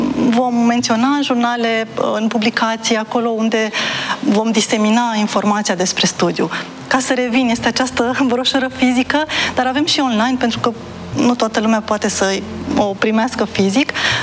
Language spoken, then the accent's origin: Romanian; Brașov, Brașov County, Romania; în Brașov, acolo de unde sunt eu